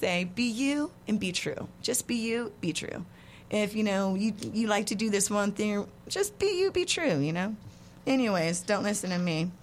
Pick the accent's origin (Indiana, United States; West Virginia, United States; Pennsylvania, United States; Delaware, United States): West Virginia, United States; We're from West Virginia, right. And that's kind of what we do up in West Virginia.